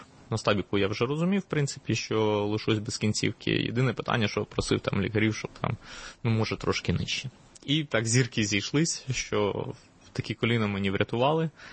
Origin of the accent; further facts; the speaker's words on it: Mykolaiv, Mykolaiv Oblast, Ukraine; місто, звичайно, воно завжди залишиться моїм рідним містом, і містом, де я народився, де народилась моя дитина, де я зустрів свою дружину